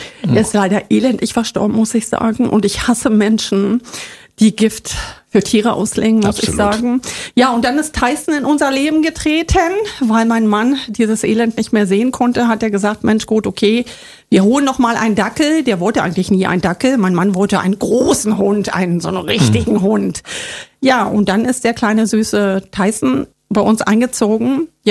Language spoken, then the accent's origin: German; eastern Germany, Germany; Ja, ich bin ein Kind des Ostens. Ich bin im Osten groß geworden.